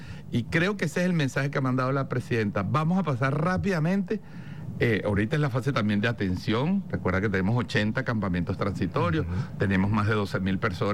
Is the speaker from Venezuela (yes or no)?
yes; Venezuela; Ahora, como venezolanos, hoy más que nunca